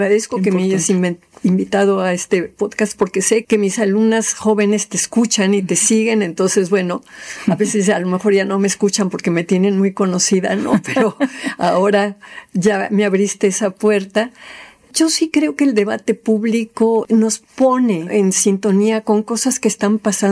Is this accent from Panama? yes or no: no; Mexico; Siendo mexicana